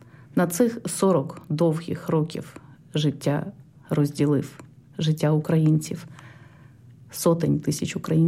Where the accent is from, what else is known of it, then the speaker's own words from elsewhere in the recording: Pripyat, Kyiv Oblast, Ukraine; Але ми, прип'ятчани, а наша сім'я із Прип'яті, із так званих чорнобильців, батько наш був ліквідатором, наша сім'я жила у Прип'яті.